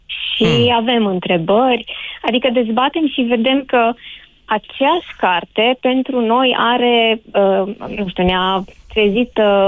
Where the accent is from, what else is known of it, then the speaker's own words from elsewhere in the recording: Șimleu Silvaniei, Sălaj County, Romania; also born or lived in Timișoara; now in Sălaj, Romania; pornind din Șimleu Silvanie, din orașul meu natal